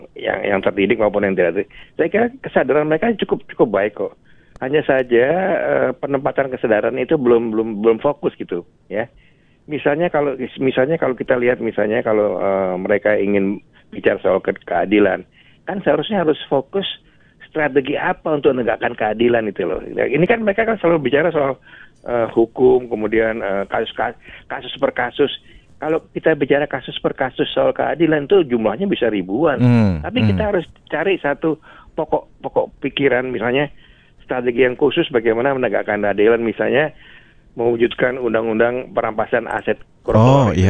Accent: Yogyakarta, Special Region of Yogyakarta, Indonesia; born there; saya lahir di Yogyakarta.

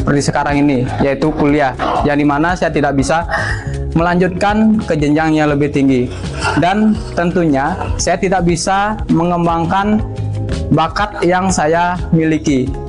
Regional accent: Gitgit, Bali, Indonesia; berasal dari Gidgid.

